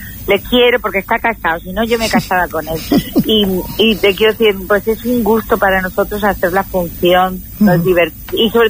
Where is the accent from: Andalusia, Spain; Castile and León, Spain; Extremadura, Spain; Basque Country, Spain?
Andalusia, Spain; Málaga; moved away